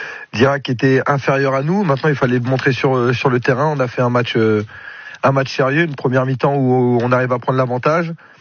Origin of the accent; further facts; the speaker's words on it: Hauts-de-France, France; on est presque chez nous en Picardie.